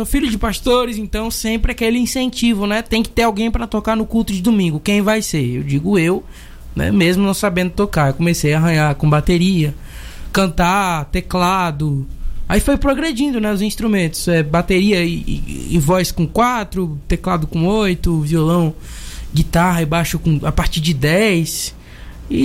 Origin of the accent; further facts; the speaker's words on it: Bahia, Brazil; now in Goiânia, Brazil; eu sou baiano. Nasci no interior da Bahia